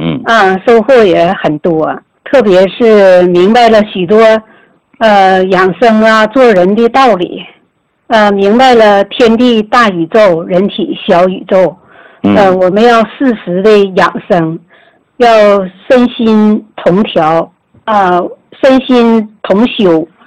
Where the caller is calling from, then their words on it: Shenyang, Liaoning, China; 我是来自沈阳的。